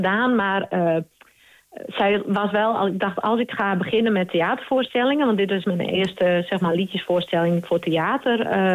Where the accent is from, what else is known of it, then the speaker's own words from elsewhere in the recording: Friesland, Netherlands; first language West Frisian; Dutch is a second language; Maar toen ik begon was het eigenlijk volledig in het Fries. Het is mijn moedertaal, ik hou ervan. Ik treed ook eigenlijk alleen maar in de provincie op.